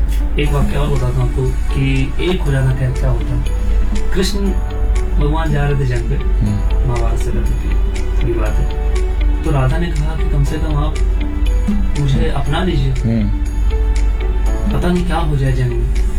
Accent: Lucknow, Uttar Pradesh, India; मैं जैसे मैं लखनऊ से हूँ, तो मेरी उर्दू थोड़ी अच्छी ग्रिप है उर्दू पे

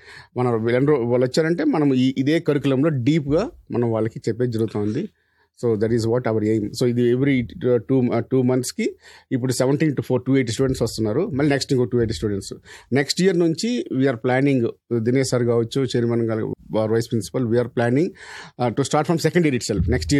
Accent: Renigunta, Andhra Pradesh, India; Sure sir, మాది Renigunta. So Born and brought up in Renigunta

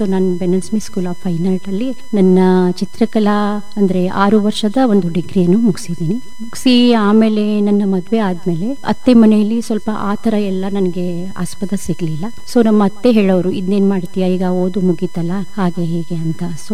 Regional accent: Belagavi, Karnataka, India; So ನಾನು ಬೆಳೆದಿದ್ದು ಬೆಳಗಾವಿಯಲ್ಲಿ, ಬೆಳಗಾವಿ ಸಿಟಿಯಲ್ಲಿನ ನಾನು ಬೆಳೆದಿದ್ದು, ನನ್ನ ಬಾಲ್ಯೆಲ್ಲ ಅಲ್ಲೇ ಆಗಿದ್ದು.

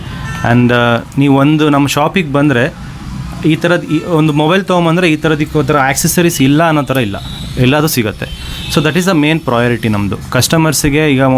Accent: Shivamogga, Karnataka, India; also born or lived in Bengaluru; ಹುಟ್ಟು ಬೆಳೆದಿದ್ದು ಶಿವಮೊಗ್ಗದಲ್ಲೇ ಆಗಿರೋದ್ರಿಂದ

